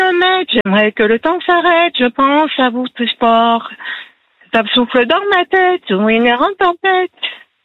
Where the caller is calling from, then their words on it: Saint-Étienne, Auvergne-Rhône-Alpes, France; je viens de Saint-Etienne.